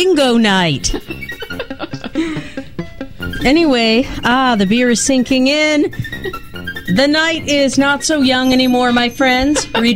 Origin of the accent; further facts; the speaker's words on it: United Kingdom; we're British.